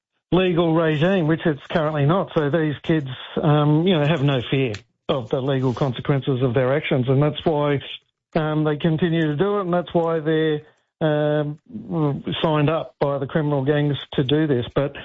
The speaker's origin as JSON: {"language": "English", "town": "Melbourne", "region": "Victoria", "country": "Australia", "tie": "born or raised there", "said": "Well, you know, I'm born and bred in Melbourne, so nothing supreme in Victoria."}